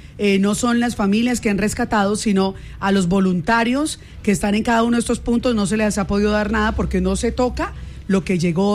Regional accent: Candelaria, Valle del Cauca, Colombia; born there; moved away; en mi pueblo, en San Joaquín, Candelaria Valle

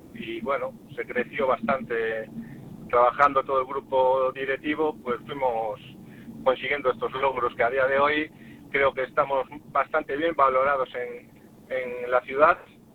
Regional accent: Alcabre, Galicia, Spain; porque yo comencé ya en el barrio. Yo soy de Alcabre de toda la vida, y he jugado siempre en el club, en el Arenas.

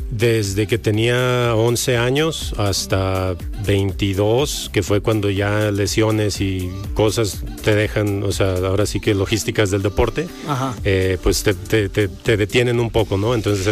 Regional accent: Guadalajara, Jalisco, Mexico; moved away as an adult; now in San Diego, United States; Así es, nacido y crecido aquí en Guadalajara.

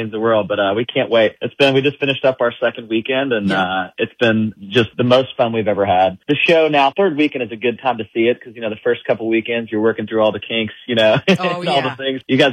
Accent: Northeast, United States; now in Nashville, United States; I'm from the Northeast, so yeah. It feels good to be home.

